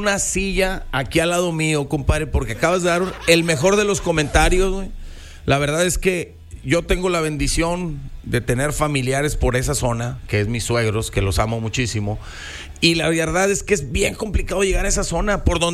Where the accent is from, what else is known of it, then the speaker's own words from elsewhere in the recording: Monterrey, Nuevo León, Mexico; Así somos aquí los regios, hombre.